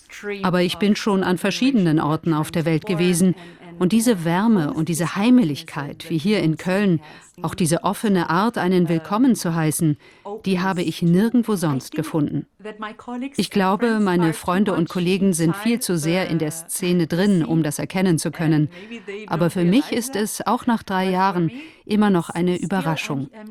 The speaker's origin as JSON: {"language": "German", "town": "Mar del Plata", "region": "Buenos Aires Province", "country": "Argentina", "tie": "born or raised there", "second_language": "German", "said": "Sie erinnert mich ein bisschen an meine Heimatstadt Mar del Plata in Argentinien, in der Nähe von Buenos Aires."}